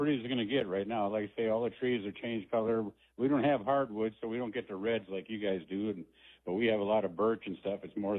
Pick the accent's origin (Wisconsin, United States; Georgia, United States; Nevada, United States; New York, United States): Wisconsin, United States; I was raised in Wisconsin